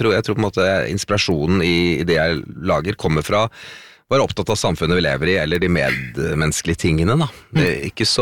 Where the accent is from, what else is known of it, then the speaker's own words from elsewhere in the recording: Oslo, Norway; nei, jeg er jo født og oppvokst i Oslo. Jeg var en Ekeberg-gutt.